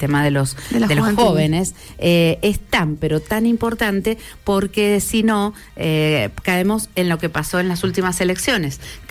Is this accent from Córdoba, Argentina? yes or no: no; Mendoza, Argentina; el cachetazo que hemos recibido como mendocinos